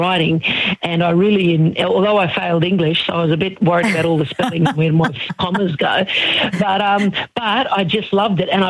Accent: Queensland, Australia; I grew up in Murgan in the 70s, and as I said before, my mum was Aboriginal, my dad's white

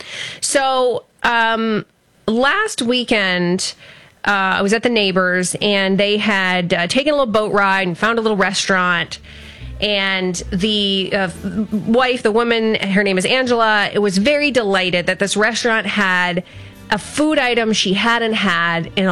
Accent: Ontario, Canada; Well, I'm wondering because I grew up in Essex County, so, you know, Lake St. Clair would be our Great Lake.

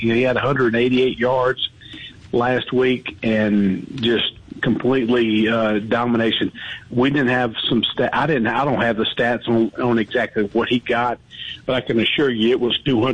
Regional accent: Amite County, Mississippi, United States; Growing up in Amite County, Mississippi

